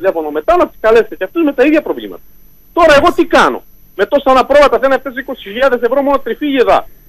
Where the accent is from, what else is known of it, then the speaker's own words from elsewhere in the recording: Crete, Greece; born there; είμαι από το Μαχητριά, από τα Στερούσια Όρη.